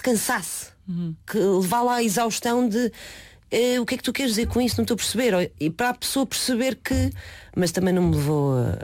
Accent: Cascais, Lisbon, Portugal; also born or lived in Leiria; nunca tive o hábito de dizer que sou de Leiria, porque nasci lá e com meses de idade mudei-me para Cascais. Mudei-me não, os meus pais mudaram-se e levaram-me atrás. E passei as minhas férias escolares em Leiria até os meus 12, 13 anos.

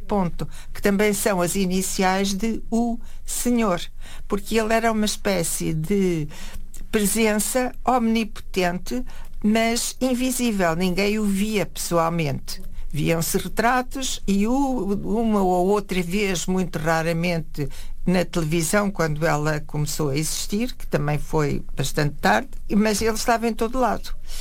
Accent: Coimbra, Centro, Portugal; eu andei na escola pública, no liceu Infanta Dona Maria, em Coimbra, onde nasci

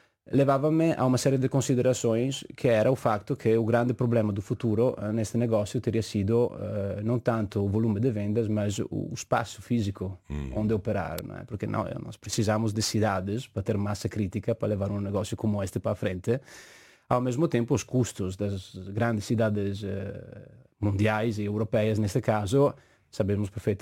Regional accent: Treviso, Veneto, Italy; moved away; Sim, eu mudei-me para cá em 2009. Na verdade, sou originário da Itália, de uma cidade chamada Treviso. Uma pequena cidade a 20 minutos de Veneza, basicamente muitas vezes até confundida com Veneza

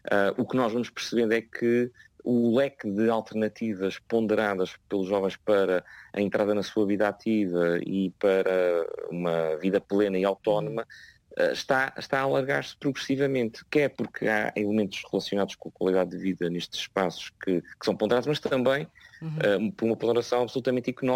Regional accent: Azores, Portugal; moved away; eu sou originalmente dos Açores

